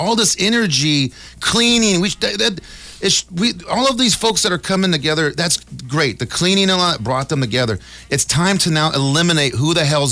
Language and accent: English; United States; as an American